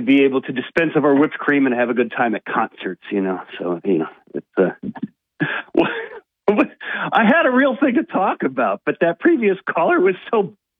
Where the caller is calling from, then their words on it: Binghamton, New York, United States; from Binghamton.